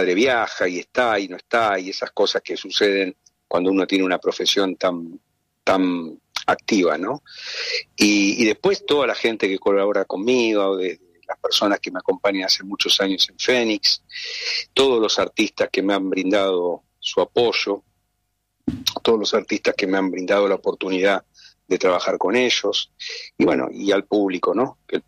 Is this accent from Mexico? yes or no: no; Argentina